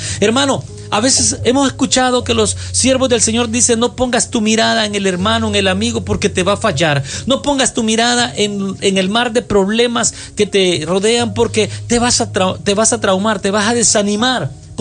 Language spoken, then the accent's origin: Spanish; El Salvador; born there; moved away; En El Salvador, soy salvadoreño de nacimiento.